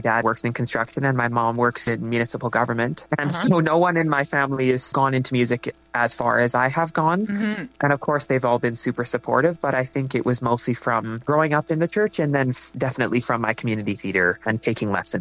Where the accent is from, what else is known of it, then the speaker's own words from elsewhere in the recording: Alberta, Canada; I still continued to do musical theater and shows, community theater in my hometown and around Southern Alberta till I graduated high school.